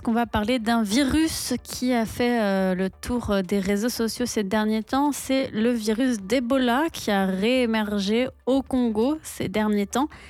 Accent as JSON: {"language": "French", "country": "France", "said": "Parce que bon, vous l'entendez à mon accent, je suis française, mais j'ai un petit intérêt quand même pour la Norvège."}